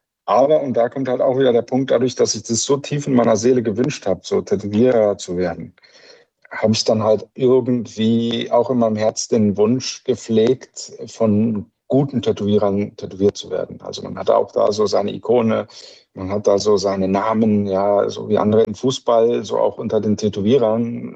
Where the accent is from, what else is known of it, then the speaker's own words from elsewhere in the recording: Spain; Ich bin in Spanien groß geworden. Meine Eltern sind mit mir ausgewandert, als ich 4 Jahre alt war.